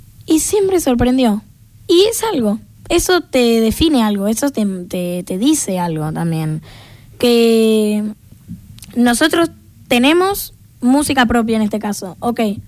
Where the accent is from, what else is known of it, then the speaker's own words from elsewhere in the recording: Argentina; Todos nos sentimos parte de la Argentina, de que somos argentinos